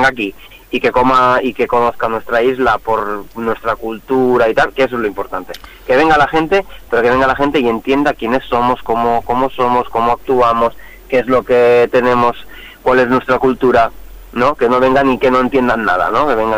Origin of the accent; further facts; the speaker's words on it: Menorca, Balearic Islands, Spain; No, que soy de Menorca.